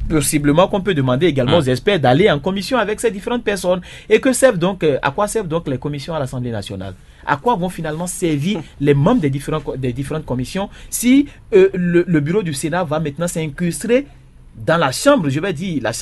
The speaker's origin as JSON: {"language": "French", "country": "Benin"}